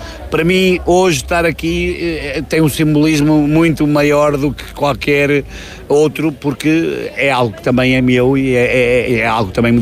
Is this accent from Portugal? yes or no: yes; Albergaria dos Doze, Leiria, Portugal; born there; also born or lived in Lisbon; now in Viana do Castelo, Portugal; Eu nasci em Albergaria dos Doze.